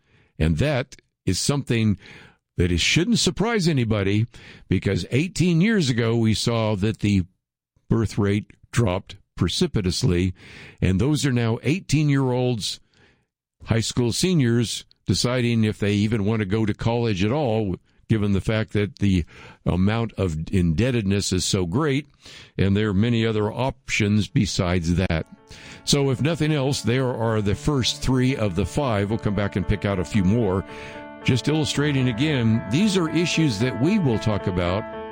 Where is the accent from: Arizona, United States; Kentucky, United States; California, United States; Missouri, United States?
California, United States; In Oakland, California, I grew up in the Bay Area, where previous attempts to close schools have been vigorously opposed.